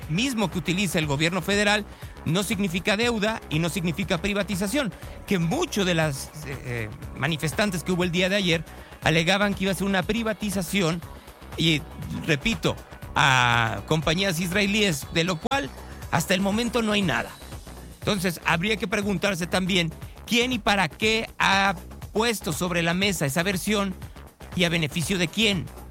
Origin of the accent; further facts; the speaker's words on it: Mexico City, Mexico; yo soy de Ciudad de México y tengo viviendo aquí en Guadalajara más de 30 años